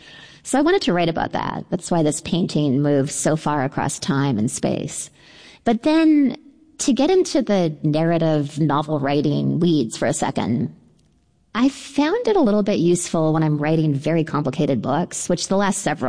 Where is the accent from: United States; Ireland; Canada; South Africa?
Canada; I feel I'm Canadian. I feel like I was politer about it.